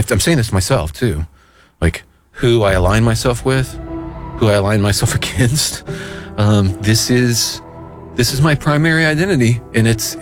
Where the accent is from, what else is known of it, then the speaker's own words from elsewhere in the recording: United States; I'm an American, and I'm a white person, and I'm a male